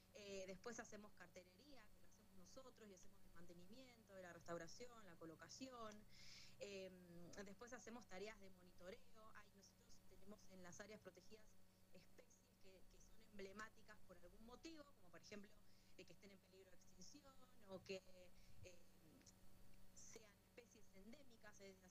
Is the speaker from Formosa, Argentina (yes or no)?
no; Avellaneda, Buenos Aires Province, Argentina; now in Aluminé, Argentina; yo soy de Buenos Aires, de Avellaneda.